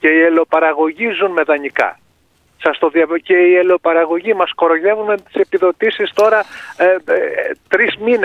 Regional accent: Thermi, North Aegean, Greece; Στο χωριό μου στη Θερμή

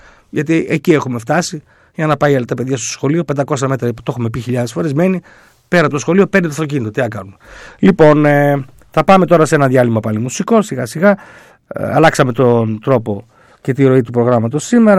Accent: Athens, Attica, Greece; όχι Αθηναία, είμαι Αθηναία, Βέρα Αθηναία.

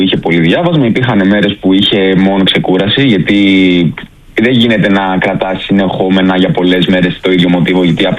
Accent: Rhodes, South Aegean, Greece; Ναι, είμαι από τη Ρόδο.

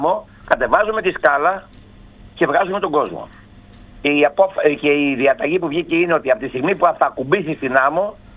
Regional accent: Skiathos, Thessaly, Greece; Είμαι από τη Σκιάθο, δεν είμαι από τη Σκόπελο.

